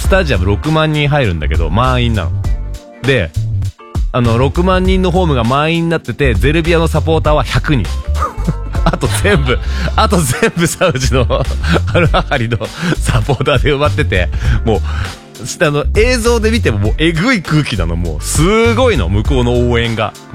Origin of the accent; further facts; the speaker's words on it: Machida, Tokyo, Japan; 僕が地元の町田から応援してるんですけど